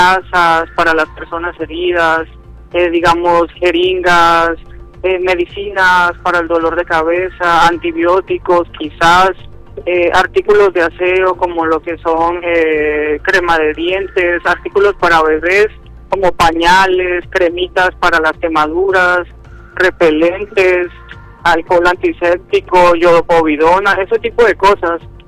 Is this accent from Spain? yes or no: no; Colombia; now in Acapulco, Mexico